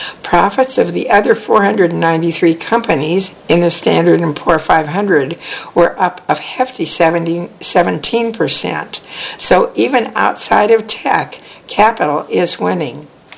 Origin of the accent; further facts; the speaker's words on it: Danville, Illinois, United States; first person in my family to earn a college degree, a milestone my parents celebrated with pride. In my hometown of Danville, Illinois, only about 17% of adults have one.